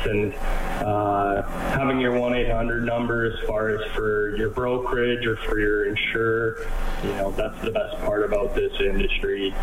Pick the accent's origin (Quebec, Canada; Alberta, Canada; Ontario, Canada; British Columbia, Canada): Alberta, Canada; Red Deer; born or raised there